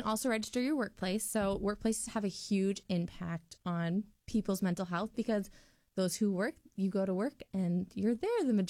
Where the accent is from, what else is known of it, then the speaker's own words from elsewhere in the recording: West Des Moines, Iowa, United States; I was born and raised in West Des Moines.